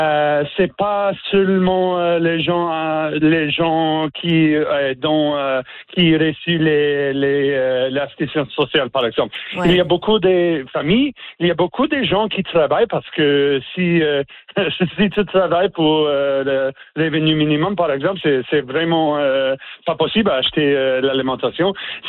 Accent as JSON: {"language": "French", "region": "Newfoundland and Labrador", "country": "Canada", "second_language": "French", "said": "mais aussi il y a dans les provinces, par exemple, chez moi, en Terre-Neuve-et-Labrador, il y a un peu plus de programmes"}